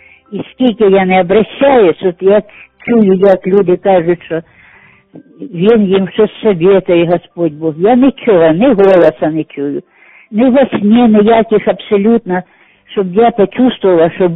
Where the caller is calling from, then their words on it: Sumy, Sumy Oblast, Ukraine; Я з Сум дзвоню